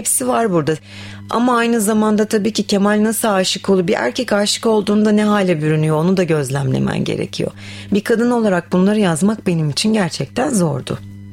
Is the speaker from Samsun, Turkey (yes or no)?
yes; Samsun, Turkey; Ben doğma büyüme Samsunluyum.